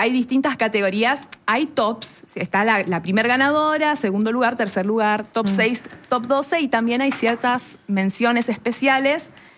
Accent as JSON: {"language": "Spanish", "town": "Munro", "region": "Buenos Aires Province", "country": "Argentina", "tie": "born or raised there", "said": "soy oriunda de Munro, la zona norte de la provincia de Buenos Aires."}